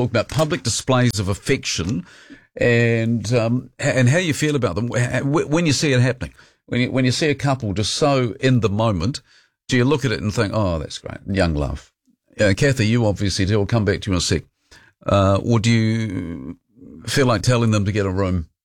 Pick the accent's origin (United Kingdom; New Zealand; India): New Zealand; Dunedin, Otago; I grew up in Dunedin